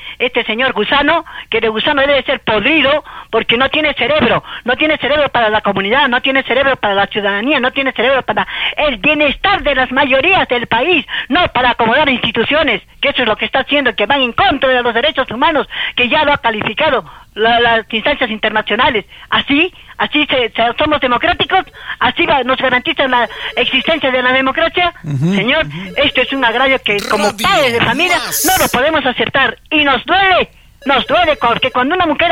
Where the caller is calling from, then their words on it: Peru; uno como peruano